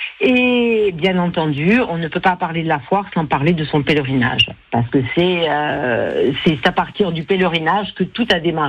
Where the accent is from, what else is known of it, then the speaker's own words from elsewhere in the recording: Corsica, France; chez nous en Corse